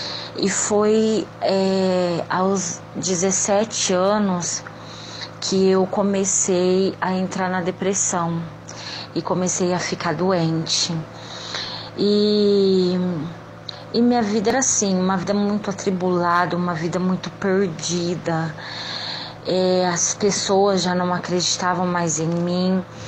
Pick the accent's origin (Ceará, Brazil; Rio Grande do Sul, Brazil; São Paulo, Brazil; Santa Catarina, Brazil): São Paulo, Brazil; Fernandópolis; sou da cidade de Fernandópolis e congrego na Igreja Pentecostal Deus e Amor